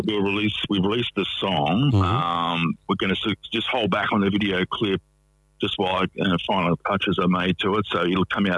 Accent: Newcastle, New South Wales, Australia; now in Queanbeyan, Australia; But I grew up in Newcastle, Novocastrian

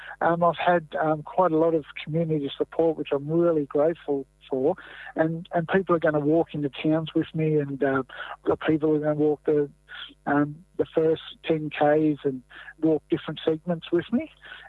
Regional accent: Brewarrina, New South Wales, Australia; I'm from Brewarrina

